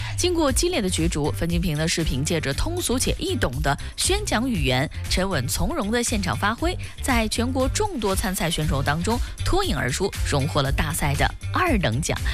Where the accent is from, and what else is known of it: Ningxia, China